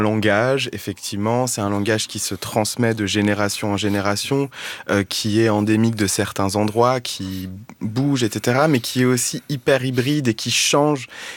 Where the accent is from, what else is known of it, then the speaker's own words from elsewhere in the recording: Tunisia; je suis tunisien